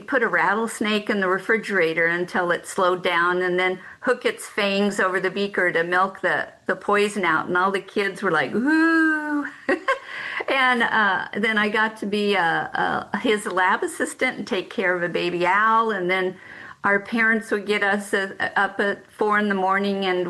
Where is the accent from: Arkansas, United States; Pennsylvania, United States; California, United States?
California, United States; moved away as an adult; also born or lived in Logan, Utah; now in Alaska, United States; I'm from Southern California, and my parents always took me out into the hinterlands.